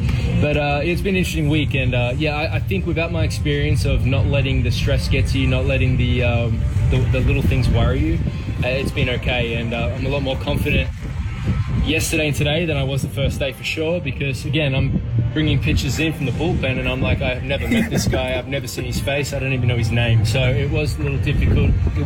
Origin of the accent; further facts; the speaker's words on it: Australia; Obviously, I'm from Australia as well, so it's been an interesting week so far.